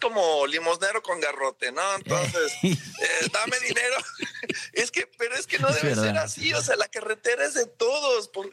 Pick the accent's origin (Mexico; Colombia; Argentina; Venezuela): Mexico; fuera de México los mexicanos somos mexicanos.